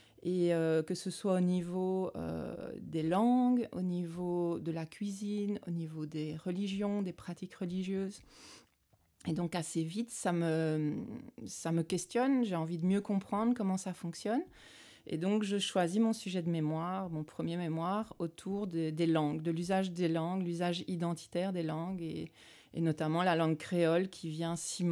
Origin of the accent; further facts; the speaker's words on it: Belgium; moved away as an adult; now in Mauritius; moi je dis souvent que je suis belge d'origine et mauricienne de cœur, parce que malheureusement je n'ai toujours pas mes papiers mauriciens.